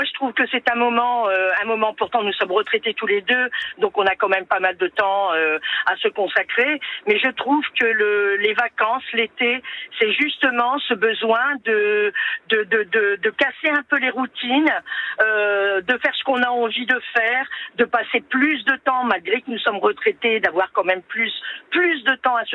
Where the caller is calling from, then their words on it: Béthune, Hauts-de-France, France; Alors, moi j'habite Béthune. J'appelle des Hauts-de-France.